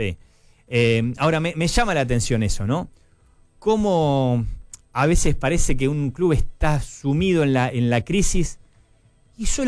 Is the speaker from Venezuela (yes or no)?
no; Argentina